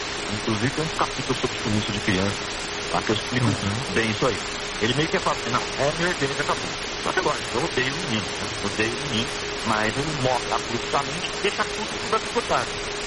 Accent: Lorena, São Paulo, Brazil; eu sou de Lorena, na perto de Paraty, em São Paulo mesmo, né? Pertinho de Paraty, uma hora e meia de Paraty.

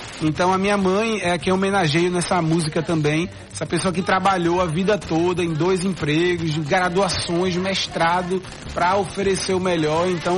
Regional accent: Recife, Pernambuco, Brazil; E também tem essa questão de como a gente recifense é barrista, né? Então, eu fico pesquisando e valorizando os artistas da minha terra.

